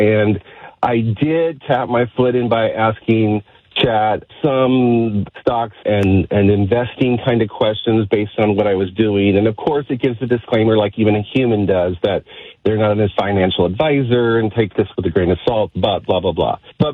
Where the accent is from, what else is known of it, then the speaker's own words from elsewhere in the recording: California, United States; now in Michigan, United States; I'm originally from California, so they're still in California, but I'm in here in Michigan.